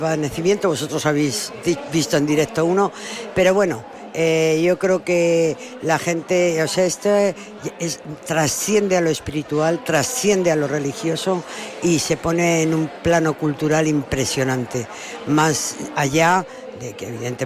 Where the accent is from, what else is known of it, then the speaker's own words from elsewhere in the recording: Toledo, Castilla-La Mancha, Spain; No hay toledano que no sienta con orgullo, como yo, la procesión del Corpus, y yo, esté donde esté, en cualquier lugar del mundo, he venido siempre a mi tierra.